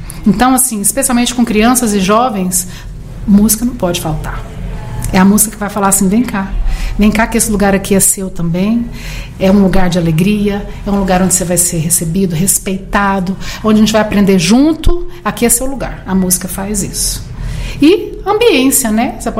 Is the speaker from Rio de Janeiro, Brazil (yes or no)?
no; Goiás, Brazil; porque eu sou do interior, eu sou de Pameri, interior de Goiás.